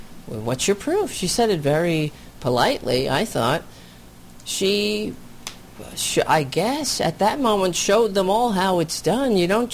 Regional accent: New York, United States; You know, I'm from New York. Everybody hates him.

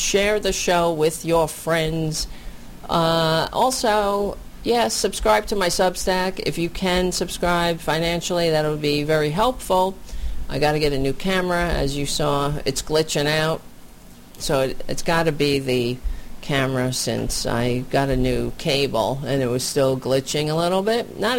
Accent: New York, United States; You know, I'm from New York. Everybody hates him.

